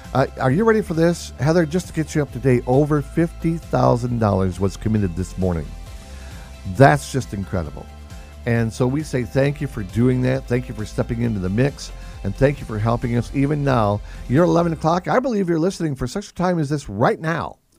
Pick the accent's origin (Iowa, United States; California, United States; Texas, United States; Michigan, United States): Michigan, United States; we're both from Michigan